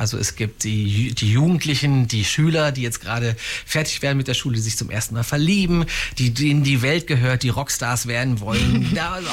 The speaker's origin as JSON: {"language": "German", "town": "Hildesheim", "region": "Lower Saxony", "country": "Germany", "also_born_or_lived": "Hanover", "said": "Hannover ist ja meine Heimatstadt quasi. Ich komme aus Hildesheim."}